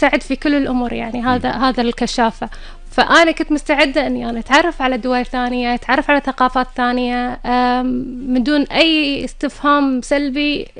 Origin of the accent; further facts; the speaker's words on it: Kuwait; احنا كلنا الكويتيين